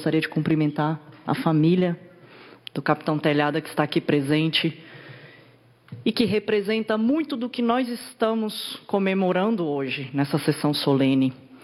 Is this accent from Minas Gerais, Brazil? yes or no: yes; Uberaba, Minas Gerais, Brazil; born there; now in São Paulo, Brazil; eu nasci em Uberaba, mas o meu coração é paulista.